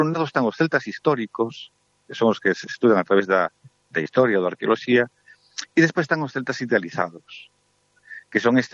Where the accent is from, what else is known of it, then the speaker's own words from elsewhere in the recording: Galicia, Spain; Temos que decir que, os galegos non somos celtas.